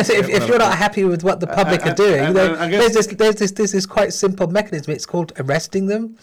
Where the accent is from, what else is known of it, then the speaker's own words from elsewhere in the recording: United Kingdom; as a British Muslim convert